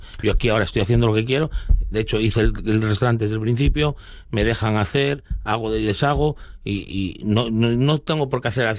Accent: Asturias, Spain; Soy asturiano, tengo que venderme.

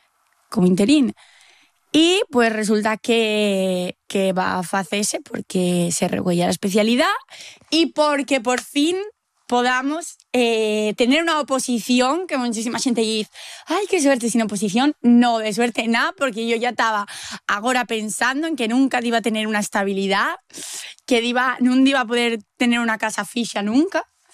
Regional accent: Laviana, Asturias, Spain; soy de Llaviana

